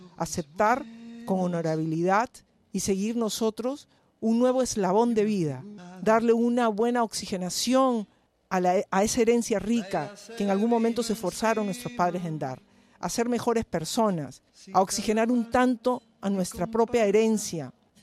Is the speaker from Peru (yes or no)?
yes; Peru; yo soy como toda peruana, tengo rasgos chinos, ¿no? Orientales, ¿no?